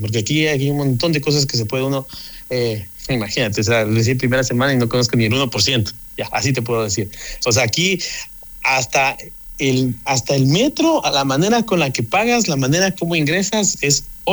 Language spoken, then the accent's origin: Spanish; Ecuador; moved away as an adult; now in China; porque soy el único ecuatoriano acá, estoy solito acá.